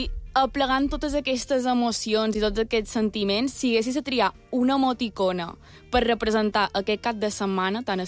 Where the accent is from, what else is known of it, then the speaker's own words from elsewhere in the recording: Llucmajor, Balearic Islands, Spain; jo soc de Llucmajor